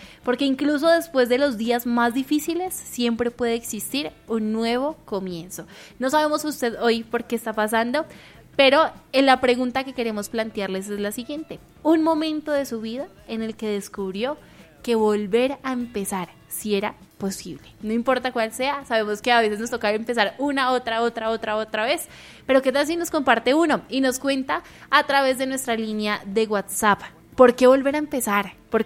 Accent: Colombia; hoy como colombianos

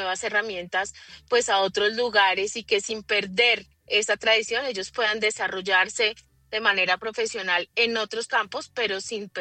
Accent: Santander, Colombia; No soy paisa, soy santandereana, orgullosamente santandereana.

